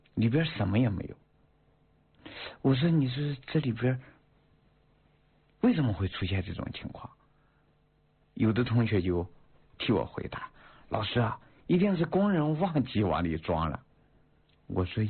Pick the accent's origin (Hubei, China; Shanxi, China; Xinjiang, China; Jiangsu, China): Shanxi, China; moved away; also born or lived in Yunnan; 那会儿呢，我是在云南教书。哎呀，我说老师，我是北方人，我是山西人，我喜欢吃面条